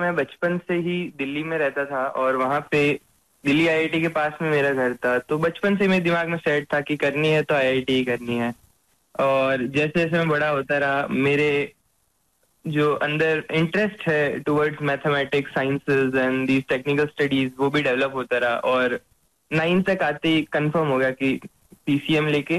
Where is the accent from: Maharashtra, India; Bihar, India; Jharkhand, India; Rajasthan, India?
Rajasthan, India; Jodhpur; मैं जोधपुर का निवासी हूँ और मेरा मूल गाँव भोपालगढ़ के पास कुड़ी है।